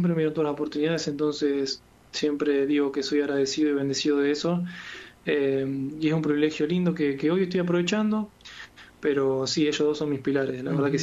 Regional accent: Argentina; moved away as an adult; now in Matelica, Italy; dejé todo allá en Argentina, tengo mucha ropa allá

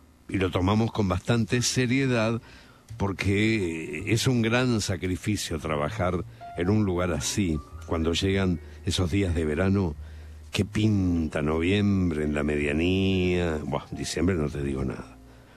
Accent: Bolívar, Buenos Aires Province, Argentina; Soy pescador de laguna desde muy pequeño. Yo crecí en Bolívar.

